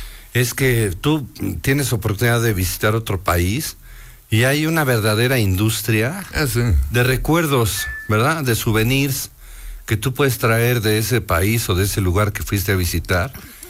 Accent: Puebla, Mexico; de la Casa de Alfeñique, por ejemplo, rara, la ves hasta rara, siendo poblano la ves hasta rara.

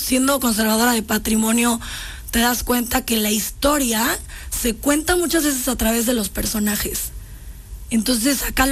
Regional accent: Puebla, Mexico; El 5 de mayo tiene un valor muy especial para nosotros como poblanos, pero también como mexicanos.

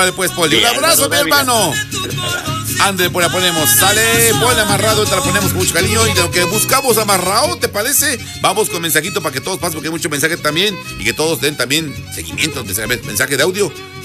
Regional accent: Puebla, Mexico; esto es mi tierra, esto es Puebla, ¿cómo de que no?

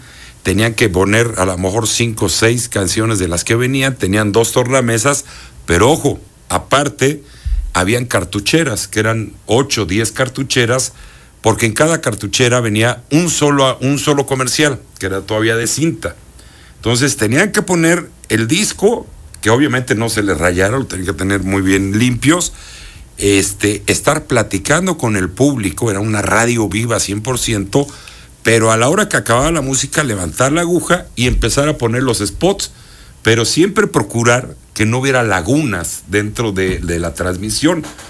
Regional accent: Puebla, Mexico; Nací en Puebla.

